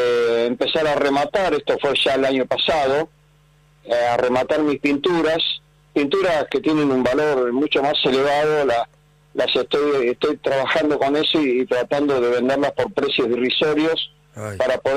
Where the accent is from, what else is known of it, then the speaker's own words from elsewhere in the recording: Mar del Plata, Buenos Aires Province, Argentina; Pues nací y me crié en Mar del Plata, soy nativo de la Argentina.